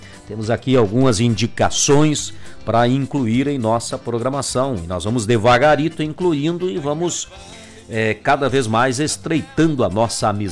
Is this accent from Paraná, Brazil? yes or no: no; Rio Grande do Sul, Brazil; Todos nós somos gaúchos de alma e coração, moramos aqui no Rio Grande